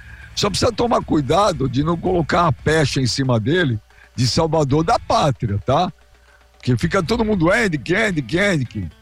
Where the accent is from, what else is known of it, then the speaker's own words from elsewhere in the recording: Brazil; Eu falei, caramba, eu fiz assim, porra, sou do Brasil.